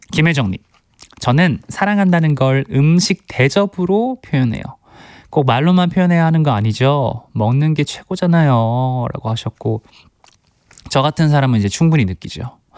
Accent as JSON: {"language": "Korean", "region": "Gyeongsang", "country": "South Korea", "said": "저도 또 경상도 출신 아니겠어요."}